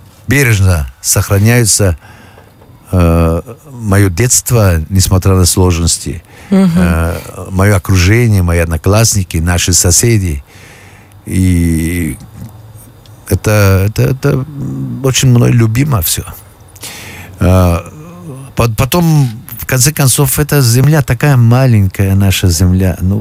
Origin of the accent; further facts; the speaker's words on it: Afghanistan; now in Russia; Я с благодарностью принимаю то, что я родился в Афганистане и принял, ну, хотя бы частью благородства и характера и мужества своего народа.